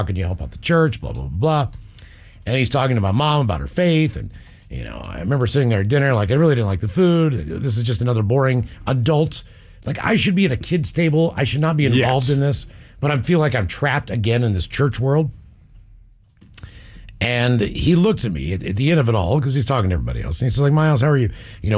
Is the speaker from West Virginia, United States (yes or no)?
yes; Morgantown, West Virginia, United States; growing up where I grew up in Morgantown, I was a Pittsburgh Steelers fan.